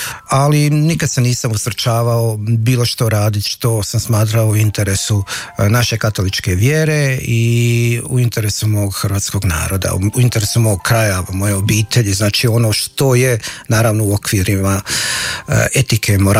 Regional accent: Bračanac, Federation of Bosnia and Herzegovina, Bosnia & Herzegovina; moved away as an adult; also born or lived in Zagreb; Pa da, ja sam iz Hercegovine rodom, iz Posušja, jedno selo pored Posušja, Bračanac. Tamo sam odrastao i onda sam završio u Zagrebu kao student pravnog fakulteta.

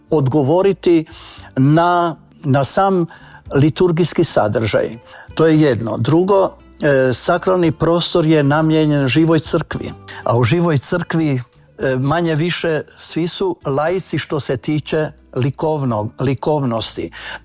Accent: Croatia; a budući da sam rodom iz Novog Kvirja, tada je se gradila crkva, 70. godine

